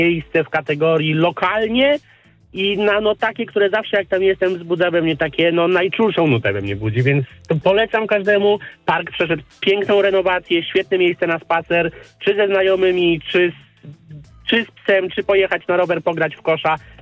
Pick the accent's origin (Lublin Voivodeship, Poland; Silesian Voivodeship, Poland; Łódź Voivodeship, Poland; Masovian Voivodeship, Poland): Masovian Voivodeship, Poland; Warsaw; park na Ochocie, park Zasława Malickiego. Subiektywnie, bo spędziłem tam całe dzieciństwo